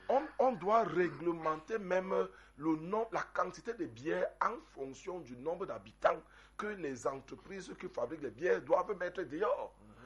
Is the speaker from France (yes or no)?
no; Souza, Littoral, Cameroon; Je suis né à Souza, j'ai grandi à Souza. Mes parents sont de Souza.